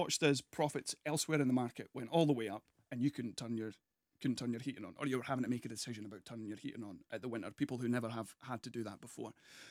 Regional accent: Forfar, Scotland, United Kingdom; I'm from Forfar. I moved back to Forfar fairly recently, a couple of years ago.

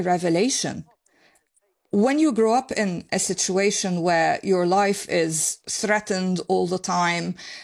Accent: Lebanon; Growing up in Civil War Lebanon

